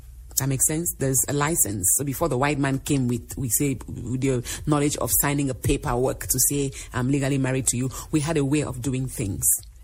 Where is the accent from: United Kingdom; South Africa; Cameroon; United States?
Cameroon; moved away; I grew up in Cameroon.